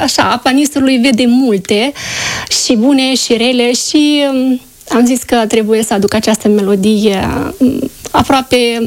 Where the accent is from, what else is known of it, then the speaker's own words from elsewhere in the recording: Moldova; se înțelege că sunt din Basarabia, din Moldova.